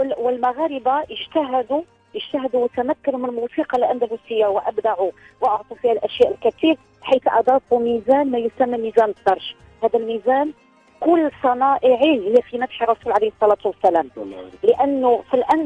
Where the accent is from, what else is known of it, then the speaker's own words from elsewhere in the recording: Morocco; accent: Moroccan; نحن نتحدث ونحكي بلهجة مغربية مفهومة،